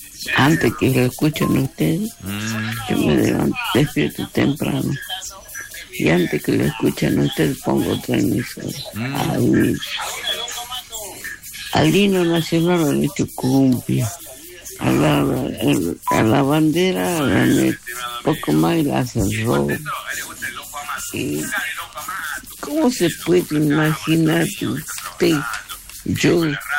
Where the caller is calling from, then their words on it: Salta, Argentina; yo soy salteña